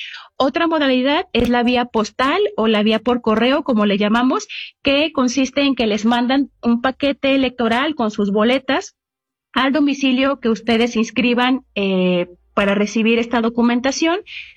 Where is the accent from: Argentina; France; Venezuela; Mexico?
Mexico; Jalisco